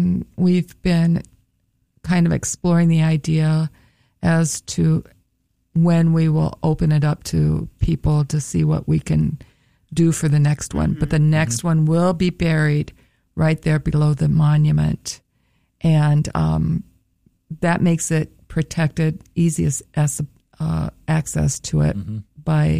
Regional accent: Minnesota, United States; I'm from Minnesota.

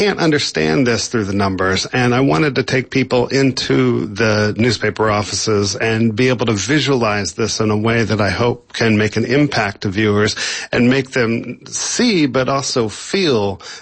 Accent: Kansas, United States; moved away; my home state of Kansas, the center of the country. I kind of think of it as the heart of America

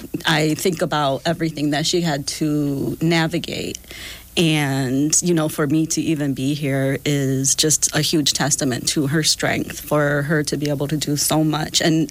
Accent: Toledo, Ohio, United States; first language Spanish; English is a second language; Spanish is my first language, but I mean, for the most part, I remember speaking both languages. My mom was always very big on speak Spanish. We speak Spanish, which was a big difference for what the culture was in Toledo at the time when I was a child.

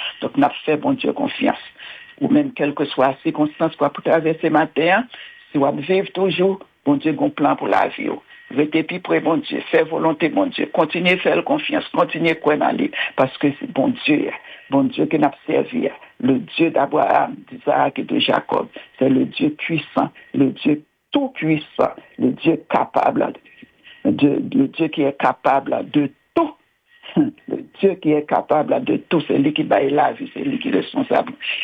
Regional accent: Haiti; En tant qu'haïtien, Seigneur, nous avons besoin du repos.

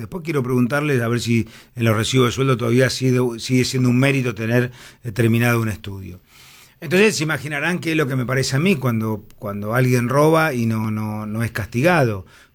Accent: San Antonio de Padua, Buenos Aires Province, Argentina; also born or lived in Libertad, Merlo; Bueno, mi conurbano, imagínate, yo sí nacido en Libertad, Merlo, después me crié también, estuve en San Antonio de Padua, o sea, tengo el recorrido.

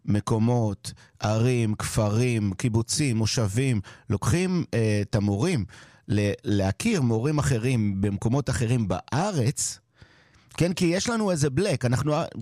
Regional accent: Sderot, Southern District, Israel; אנחנו מסדרות

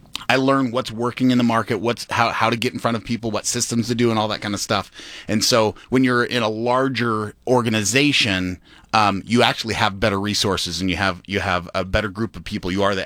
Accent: Spokane, Washington, United States; That's my hometown, Spokane, Washington.

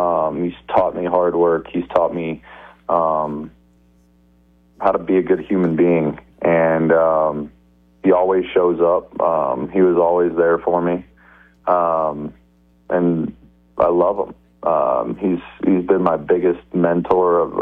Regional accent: New Mexico, United States; moved away; I grew up in New Mexico.

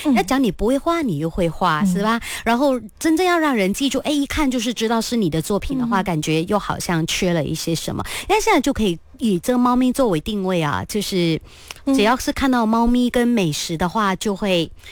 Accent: Kuching, Sarawak, Malaysia; 像我家乡，因为我古晋猫城，那我家乡的那个标志性的大白猫。

